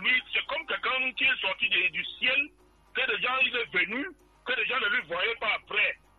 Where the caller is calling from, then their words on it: Cameroon; moi je suis à Komkana.